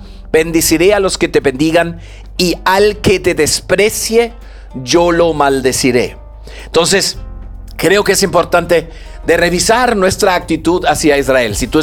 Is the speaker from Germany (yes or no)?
yes; Germany; now in Peru; Yo no soy alemán.